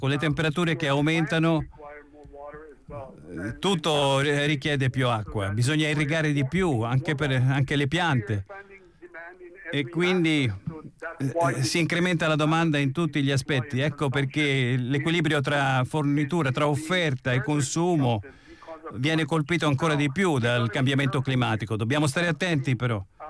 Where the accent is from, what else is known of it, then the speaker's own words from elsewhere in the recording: Iran; Italian is a second language; arlavo del mio paese, l'Iran, dove il problema dell'acqua risaliva a 50 anni fa.